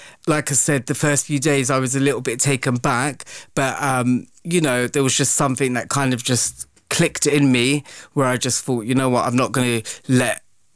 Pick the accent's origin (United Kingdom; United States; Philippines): United Kingdom; born there; Because obviously I was born in Britain. Mm. I didn't have much exposure to Pakistan growing up.